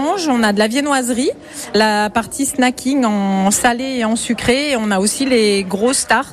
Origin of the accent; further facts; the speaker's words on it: Lyon, Auvergne-Rhône-Alpes, France; Moi, je suis lyonnaise